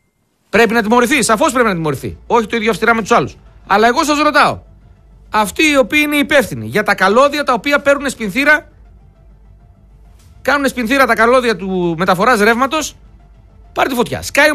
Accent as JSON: {"language": "Greek", "country": "Greece"}